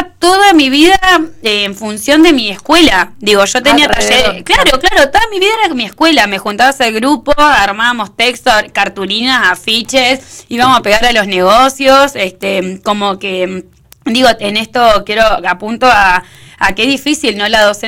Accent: Perito Moreno, Santa Cruz, Argentina; born there; moved away; yo soy de Perito, ¿no? De un pueblo.

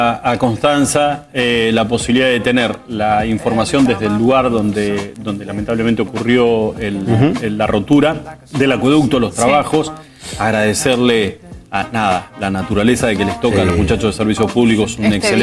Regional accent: Puerto San Julián, Santa Cruz, Argentina; born there; Mira vos, mi pueblo. Yo nací en San Julián.

